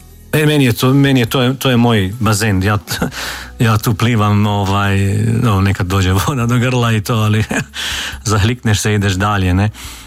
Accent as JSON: {"language": "Croatian", "town": "Hodošan", "region": "Međimurje County", "country": "Croatia", "tie": "born or raised there", "said": "Ja sam odrastao u Međimurju, u Župi Svete Juraj u Trnju, jednom malom mjestu Hodošan, koji je filijala te župe."}